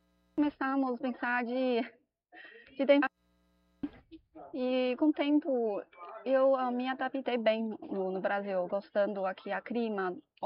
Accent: China; Portuguese is a second language; moved away as an adult; now in Brazil; Sou chinesa e sou da China mesmo.

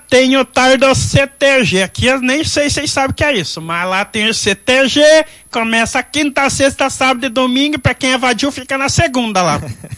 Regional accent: Nova Prata, Rio Grande do Sul, Brazil; Lá no meu Rio Grande do Sul. Então eu vim de lá de Nova Prata. Quem não conhece, pesquisa, é a capital do basalto.

